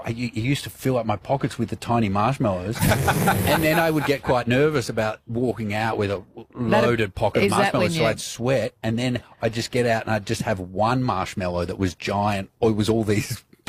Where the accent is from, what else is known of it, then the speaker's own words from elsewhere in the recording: Melbourne, Victoria, Australia; So, like, when I grew up down in Melbourne, and they have smorgies.